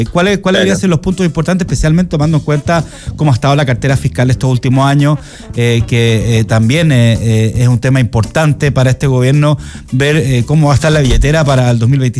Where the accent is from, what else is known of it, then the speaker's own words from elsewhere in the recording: Chile; las cosas que nos tenemos que traer como chilenos desde Londres, desde España